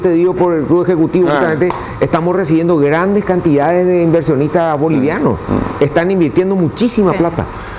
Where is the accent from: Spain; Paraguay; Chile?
Paraguay; nuestro Chaco paraguayo